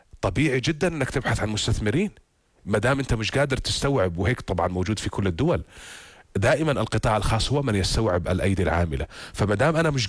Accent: Jordan

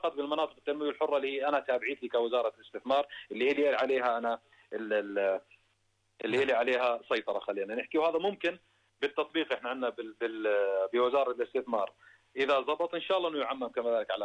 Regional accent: Jordan; إحنا كانت عندنا بالأردن

